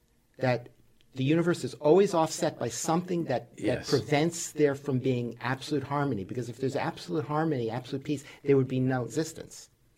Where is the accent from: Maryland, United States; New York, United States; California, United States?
New York, United States; New York City; I grew up not quite as an atheist, but seeing people growing up in New York City